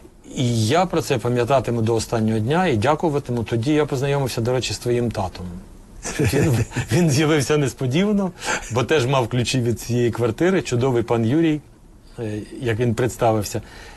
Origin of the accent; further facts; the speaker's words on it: Kyiv, Ukraine; born there; Попри те, що я киянин і народився тут, а так сталося, що не було мені де жити в власному місті.